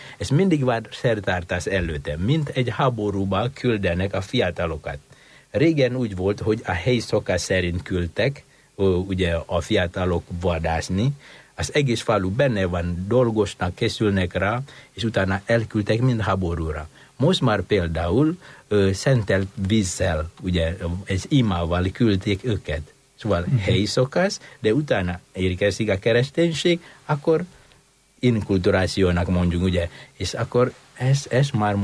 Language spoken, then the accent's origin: Hungarian; Indonesia; Hungarian is a second language; Mondjunk például az én kultúramban, amikor ugye Indonéziából származom, oda érkeztek a misionárisok